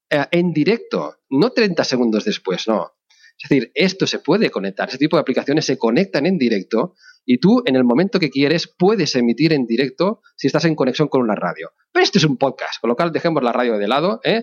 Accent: Barcelona, Catalonia, Spain; moved away as an adult; now in Madrid, Spain; Yo soy catalán de Barcelona.

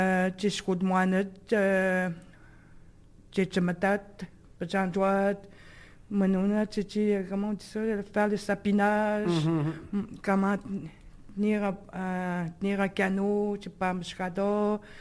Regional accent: Quebec, Canada; On a décidé, tu sais, en français, parce que je dis que nous sommes des Atikameks, des Algonquins.

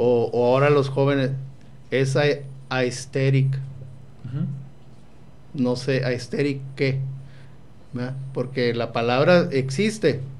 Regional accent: Tijuana, Baja California, Mexico; Bueno, yo ya no nací en la Altamira. Mis padres son de la colonia Altamira. Yo ya nací en Playas de Tijuana y ahí he vivido desde que nací.

